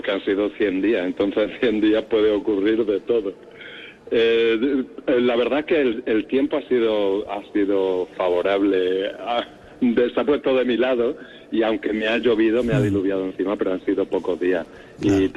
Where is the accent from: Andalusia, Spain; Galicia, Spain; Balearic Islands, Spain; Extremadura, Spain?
Extremadura, Spain